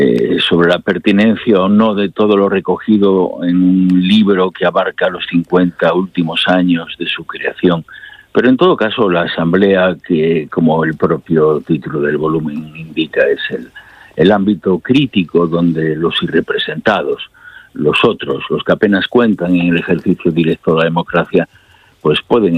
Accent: Castile and León, Spain; de las montañas y de los ríos de mi tierra natal, de los Montes de León, en las fronteras con Galicia, en el Bierzo.

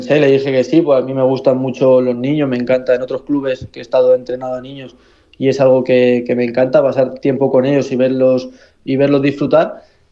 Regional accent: Garciotum, Castilla-La Mancha, Spain; Al final son pueblos muy pequeñitos. Él es de Cardiel y yo soy de Garciotú. Y son pueblos hermanos prácticamente.

